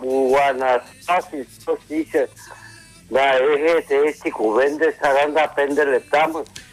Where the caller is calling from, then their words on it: Cyprus; Είμαι από την Κύπρο.